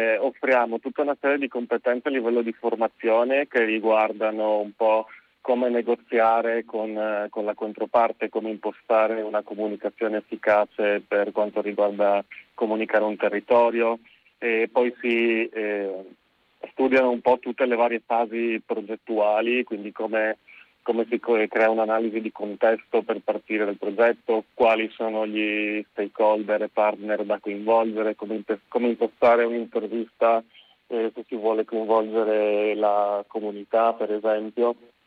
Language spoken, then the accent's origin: Italian; Friuli-Venezia Giulia, Italy; E siccome anche sono sempre stato fuori regione, mi sono friulano, dopo la fine delle superiori sono stato parecchio in giro